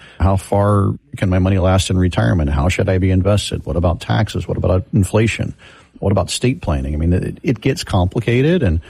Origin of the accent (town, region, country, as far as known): Florida, United States; born or raised there